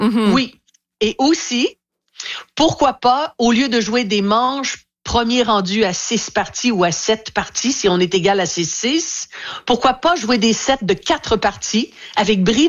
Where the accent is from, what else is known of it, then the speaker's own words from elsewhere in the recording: Montreal, Quebec, Canada; chez nous à Montréal